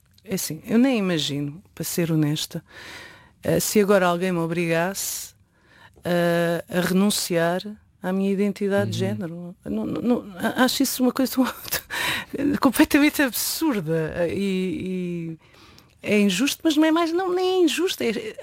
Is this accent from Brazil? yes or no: no; Lisbon, Portugal; Mas olha que eu nasci e cresci em Chelas e também está em plena Lisboa e não, nesse sentido também é um não lugar.